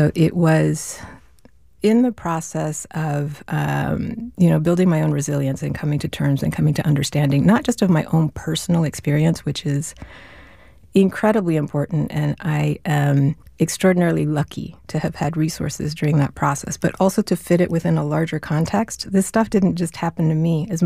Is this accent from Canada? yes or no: no; Venezuela; moved away; I wasn't raised in the U.S. I grew up in Venezuela.